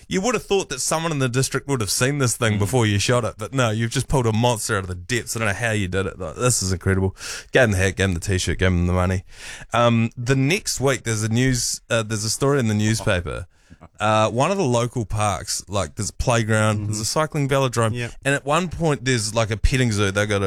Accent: Waimate, Canterbury, New Zealand; moved away; So, where I grew up in Waimate, we have the Pest Quest.

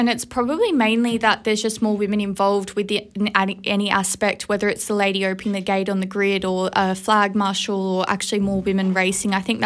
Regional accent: Australia; moved away; being an Aussie

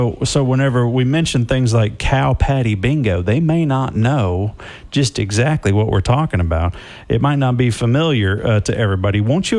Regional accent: Dallas, Texas, United States; born there; also born or lived in Wolf City, Texas; So I am from Oak Cliff in Dallas originally and spent a lot of my life there, but my folks had owned the property out at Wolf City where we eventually moved.

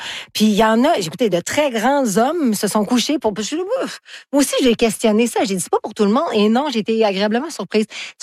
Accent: Alma, Quebec, Canada; moved away; Moi, je viens du Lac, ma famille vient du Lac-Saint-Jean, d'Alma.

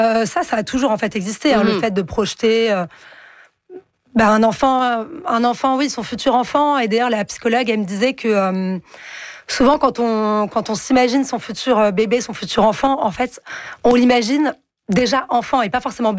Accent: France; C'est vrai que chez nous, en France, ou comme vous le disiez au Canada, c'est pas possible.

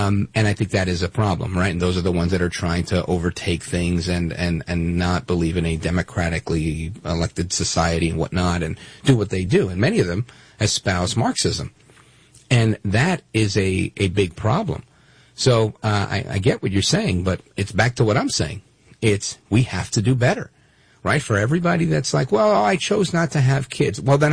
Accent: Brooklyn, New York, United States; Number one, I grew up in Brooklyn, New York, with a lot of Jewish people, but there were also a lot of Muslims, a lot of Haitians

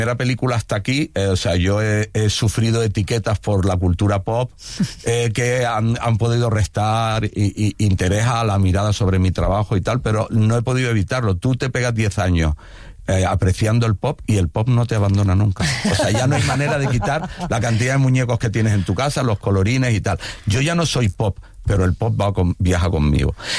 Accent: Canary Islands, Spain; tiene que ver con una cosa hiperbólica mía, de que debo ser como por canario, no sé, que somos carnavaleros y exagerados.

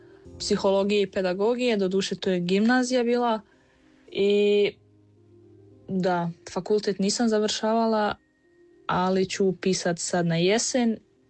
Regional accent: Germany; moje djetinjstvo i odrastanje u Njemačkoj je stvarno bilo jako lijepo, s obzirom da sam stekla svoje društvo, naučila jezik, mislim tamo sam rođena

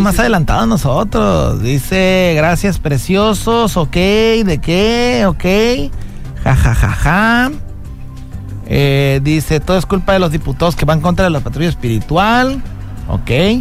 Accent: Mexico; Nosotros como mexicanos

